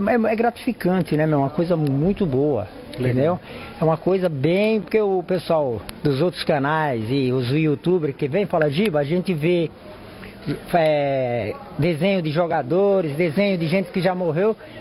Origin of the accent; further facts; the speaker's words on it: São Paulo, Brazil; moved away; eu participei quando era criança, na Moca, lá onde eu cresci.